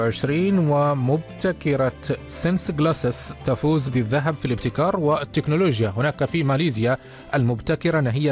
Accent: Oman; هويتنا نحن كعمانيين

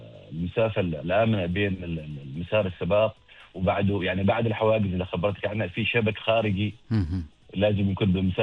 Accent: Oman; وعندنا في عمان

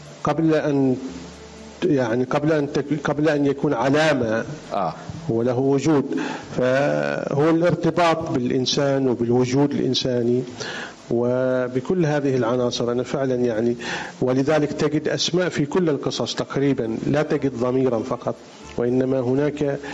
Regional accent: Oman; كلنا إحنا كعمانيين

